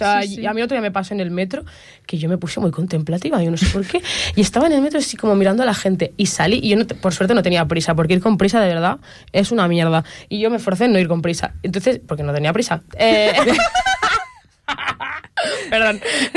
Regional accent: Ripollet, Catalonia, Spain; Yo soy de Ripollet. Tú has hablado de geolocalización. Yo te estoy hablando de sentimiento.

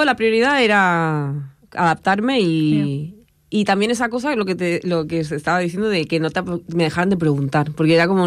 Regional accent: Chile; accent: Chilean; O sea, tenía el acento chileno, obviamente, y ahora con el tiempo se me fue... Bueno, no sé si pegando o me fui yo como también...

